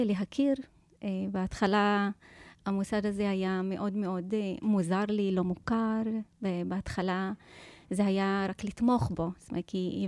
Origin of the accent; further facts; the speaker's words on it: Daliyat al-Karmel, Haifa District, Israel; אני נולדתי בדליית אל כרמל.